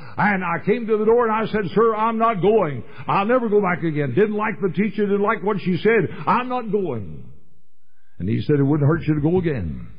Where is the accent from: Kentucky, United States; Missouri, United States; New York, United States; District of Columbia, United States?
Kentucky, United States; Louisville; also born or lived in Indiana; My mother and dad came out of the state of Indiana. I was born in Indiana, came to Louisville when I was just a boy.